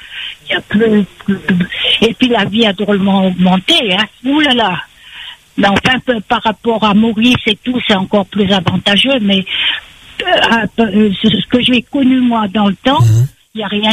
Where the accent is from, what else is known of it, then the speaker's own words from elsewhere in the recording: Madagascar; also born or lived in Toamasina; now in Le Tampon, Réunion; moi, j'ai grandi à Madagascar, mais dans l'époque des Français, bien entendu.